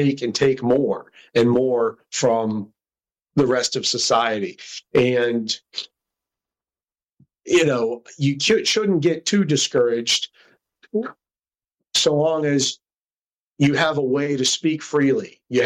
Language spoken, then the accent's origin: English; Morgantown, West Virginia, United States; born there; Well, I was born in Morgantown, and my mom's from Greenbrier County, more far southern, Nicholas Greenbrier areas. My dad's from up in Altoona, PA, railroad country. And they met up around Morgantown, so that's where I came into the picture.